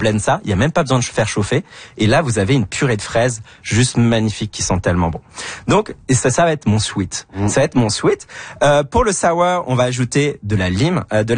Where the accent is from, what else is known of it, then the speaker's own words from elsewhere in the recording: France; now in Quebec, Canada; Je suis français, ça fait partie de ma nationalité.